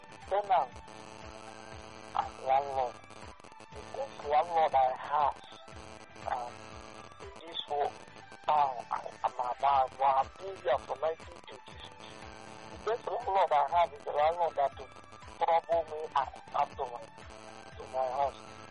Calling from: Accra, Greater Accra, Ghana; because I'm calling from Accra.

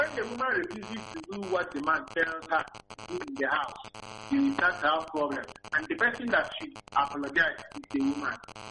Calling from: Nigeria; I'm calling from Ifedo Dibimodaba.

